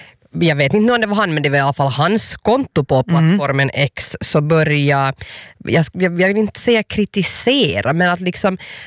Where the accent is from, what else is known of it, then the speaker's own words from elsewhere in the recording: Hanko, Uusimaa, Finland; pratade om min hemstad Hang här tidigare idag redan